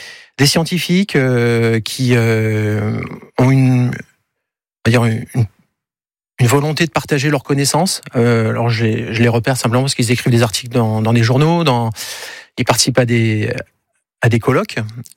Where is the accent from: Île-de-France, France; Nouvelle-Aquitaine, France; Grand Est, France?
Grand Est, France; moved away; En plus les Vosges, c'est là où j'ai grandi. Hein. J'ai passé mes 20 premières années.